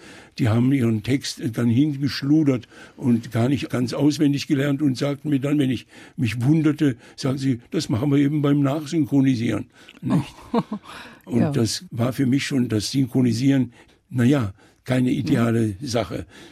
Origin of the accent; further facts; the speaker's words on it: Germany; dass ich eigentlich also eben doch typisch deutsch war.